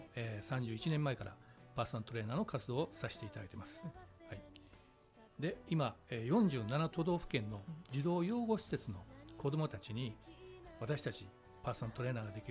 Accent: Osaka, Japan; born there; also born or lived in Kumamoto; 児童養護施設出身なんですね。で当事者であり その、そこから5歳の時に母親が迎えに来まして、で大阪に来ました。熊本だったんですけども

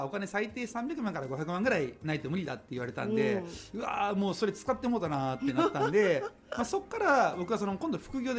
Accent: Sapporo, Hokkaido, Japan; now in Osaka, Japan; 今私大阪に住んでるんですけども、もともと北海道札幌出身でして、

